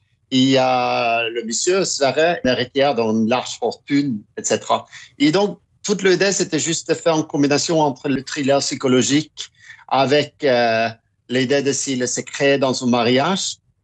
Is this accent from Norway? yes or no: yes; Oslo, Norway; born there; French is a second language; also born or lived in Kirkenes, Norway; je suis grandi quand je viens d'Oslo, la capitale de la Norvège, mais je suis grandi 5 ans dans une petite ville qui s'appelle Kirkenes. C'est une ville à la frontière russe